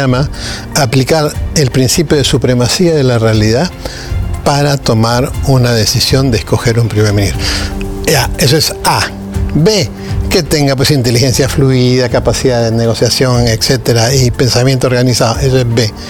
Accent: Peru; Mi gran consejo fraterno como peruano

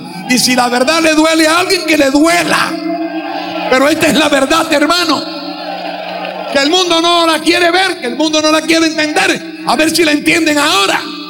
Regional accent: Peru; Somos ciudadanos peruanos, trabajamos por el bienestar del Perú

